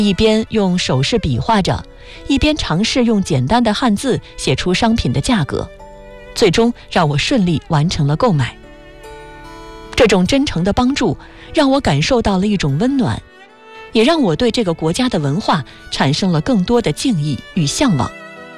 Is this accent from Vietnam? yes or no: yes; Vietnam; Chinese is a second language; 后来他来越南旅行时，我还帮助他安排住宿，并和他一起游览了我的家乡。